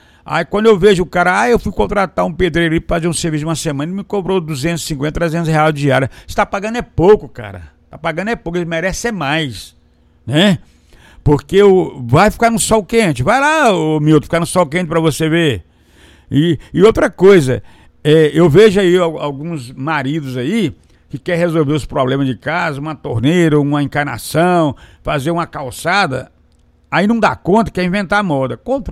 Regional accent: Aragarças, Goiás, Brazil; a única cidade do lado goiano que tem praia dentro da cidade somos nós de Aragarça, somos nós.

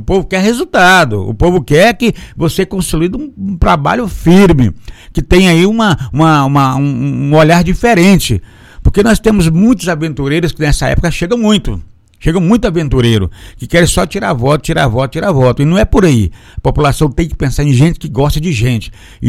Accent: Mato Grosso, Brazil; nós somos aqui da Grande Barra. Então a gente quer ver nossa região crescer.

